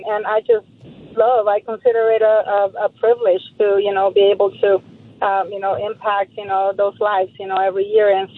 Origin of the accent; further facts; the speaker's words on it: El Salvador; moved away; whenever I tell them I'm from El Salvador